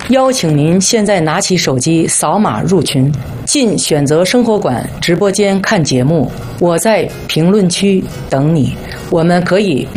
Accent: Beijing, China; 我北京人。

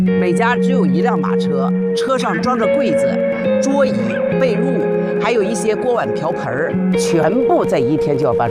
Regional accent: Miyun, Beijing, China; 你看我的老家就是那边，在我们密云水库的最深处50米

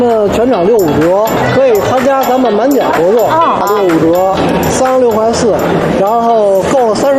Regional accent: Beijing, China; 我是老北京人。

